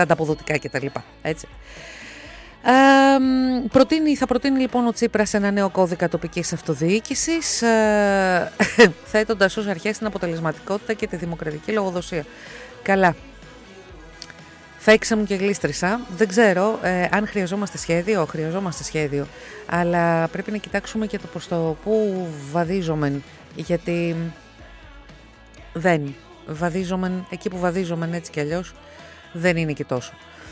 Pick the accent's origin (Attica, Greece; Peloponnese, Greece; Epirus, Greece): Peloponnese, Greece; Platanos; κατάγομαι από τον Πλάτανο Κινουρίας.